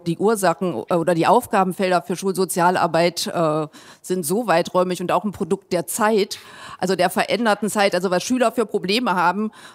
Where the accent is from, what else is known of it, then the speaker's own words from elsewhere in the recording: Wernigerode, Saxony-Anhalt, Germany; Ich komme aus Wernigerode. Ich bin Lehrerin. Und ich bin im Stadtrat von Wernigerode, aber ich bin parteilos.